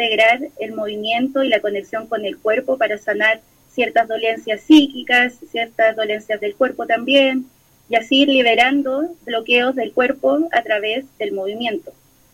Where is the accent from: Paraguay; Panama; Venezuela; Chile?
Chile; Concepción, Biobío; desde el año 2018 que aprendo esta danza en la ciudad de Concepción, que es de donde yo soy